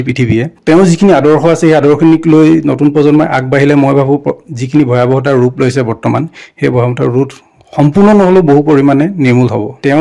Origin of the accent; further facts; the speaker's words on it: Lakhimpur, Assam, India; now in Guwahati, India; মোৰ ঘৰ লখিমপুৰত হয়।